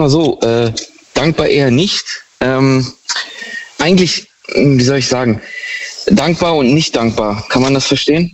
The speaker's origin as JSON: {"language": "German", "region": "Baden-Württemberg", "country": "Germany", "said": "Ich komme aus der Ecke Heidelberg."}